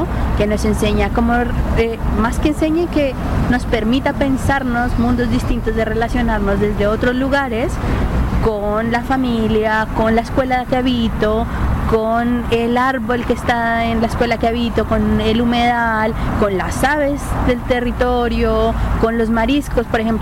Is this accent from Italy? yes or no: no; Colombia; Y yo principalmente, bueno, soy de Colombia y me posiciono desde el pensamiento ambiental latinoamericano.